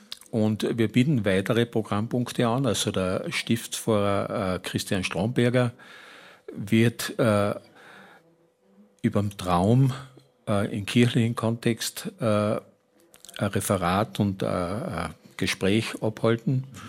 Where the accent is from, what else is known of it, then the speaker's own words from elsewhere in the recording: Klein St. Paul, Carinthia, Austria; also born or lived in Frankfurt; Klein St. Paul ist mein Heimatort. Also ich bin auch in diesem Ort geboren. Nicht im Krankenhaus, sondern ich bin noch zu Hause geboren.